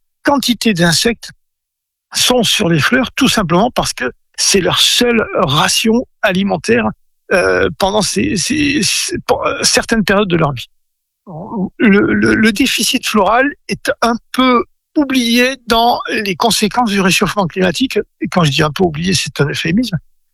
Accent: Gascony, France; now in Brittany, France; Quand j'étais enfant en Gascogne, je ramassais le tilleul avec ma mère.

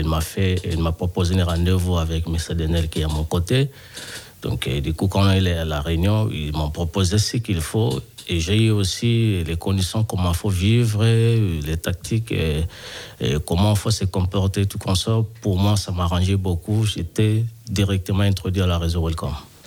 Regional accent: DR Congo; now in France; je parle pour précisément de chez nous au Congo, au RDC.

